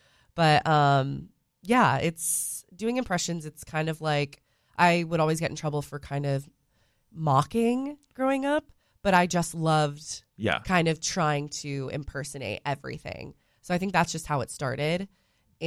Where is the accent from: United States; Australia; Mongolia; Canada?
Canada; So I'm a Canadian, eh?